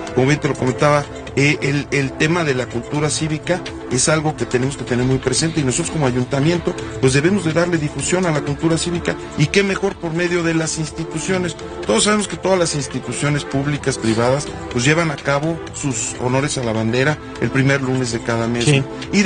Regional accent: Mexico; esa identidad que tenemos como mexicanos.

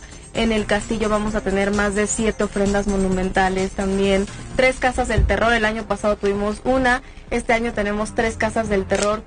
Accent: Mexico; Como mexicanos tenemos muchas tradiciones

